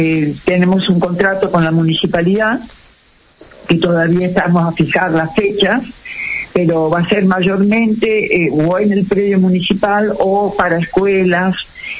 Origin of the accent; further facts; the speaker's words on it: Tucumán, Argentina; now in Salta, Argentina; yo no soy salteña, soy tucumana, pero amo el norte y Salta como si fuera, hubiera nacido acá